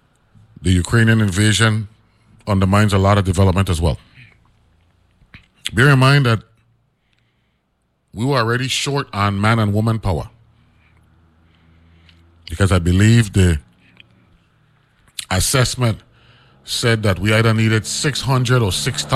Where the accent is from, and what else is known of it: U.S. Virgin Islands